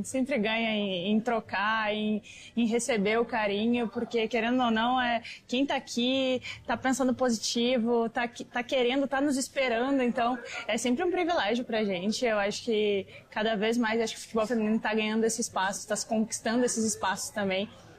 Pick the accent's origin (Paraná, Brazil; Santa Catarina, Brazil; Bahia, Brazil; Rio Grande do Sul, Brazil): Rio Grande do Sul, Brazil; Sou gaúcha, acompanho desde sempre